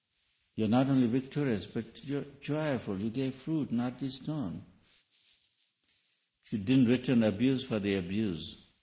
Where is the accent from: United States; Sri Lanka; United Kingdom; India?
India; because I'm from India